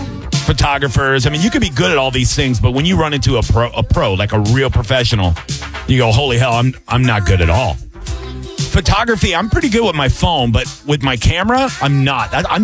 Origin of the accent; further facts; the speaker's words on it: Tampa, Florida, United States; I was always a big kid, fat kid, obviously, but I was a little scrappy, growing up in Seminole Heights.